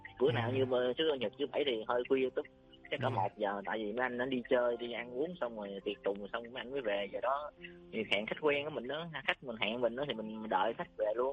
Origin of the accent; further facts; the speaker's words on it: Can Tho, Vietnam; em đến từ Cần Thơ anh Phú ơi.